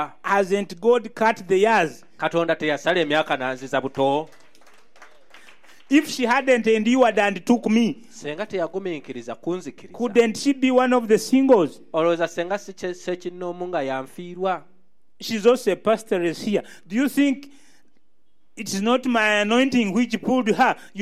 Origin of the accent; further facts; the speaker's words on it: Hoima, Western Region, Uganda; But I come from Hoima.